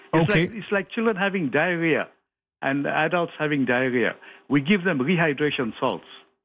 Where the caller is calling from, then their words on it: Toronto, Ontario, Canada; I'm calling from Toronto City, East York.